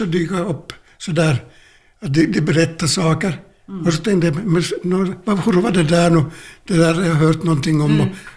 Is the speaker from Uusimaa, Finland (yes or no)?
no; Jeppo, Ostrobothnia, Finland; Jag är inte uppväxt i Växala utan i Jeppo, men båda mina föräldrar var hemifrån från Växala.